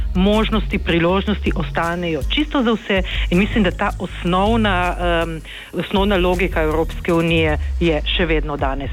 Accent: Nova Gorica, Goriška, Slovenia; Sem namreč Novogoričanka in sem odraščala ravno ob meji.

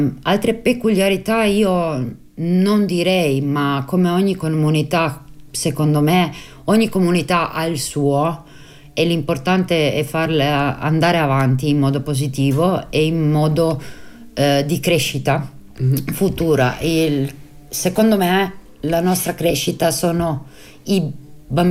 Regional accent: Buje, Istria County, Croatia; accent: Istro-Venetian; qua continua a essere il nostro dialetto, l'istroveneto continua a essere dappertutto, in ogni posto, in ogni luogo

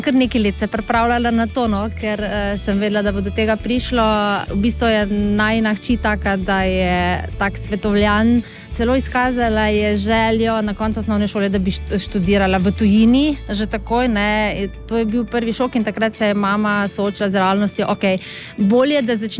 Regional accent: Šentjur, Savinja, Slovenia; Ja, mi smo iz Šentjurja pri Celju, tako da v Šentjurju smo naložili avto

